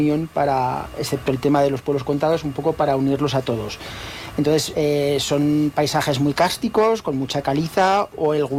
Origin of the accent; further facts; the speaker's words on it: Nueno, Aragon, Spain; yo soy de Nueno.